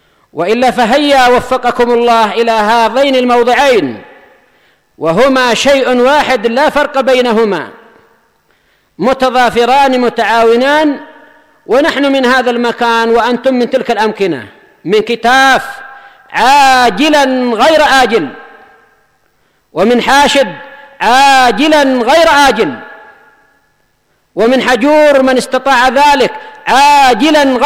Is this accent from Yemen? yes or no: yes; Yemen; الحوثي ليس له حق أن يبغي علينا، أنا وهو كلنا من أهل اليمن